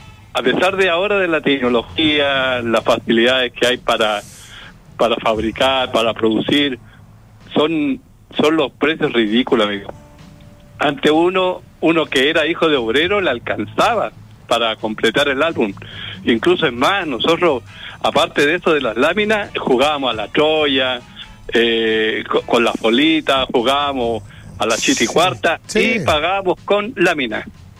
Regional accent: Pedro de Valdivia, Antofagasta, Chile; tengo 70 años, imagínese. Me crié en Pedro Valdivia, nací allá

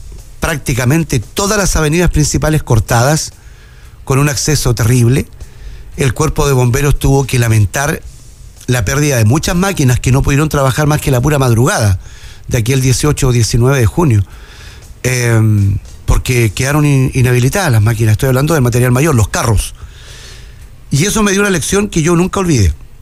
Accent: Antofagasta, Chile; los que somos de Antofagasta, nos quedamos sin agua

